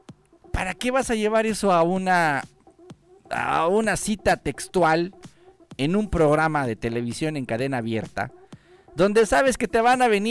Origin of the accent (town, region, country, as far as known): Mexico